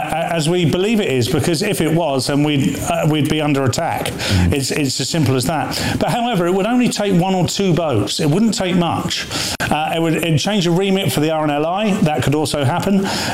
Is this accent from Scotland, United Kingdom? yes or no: no; Portsmouth, South East England, United Kingdom; Truth be known, I'm from Portsmouth. I can see the dockyard.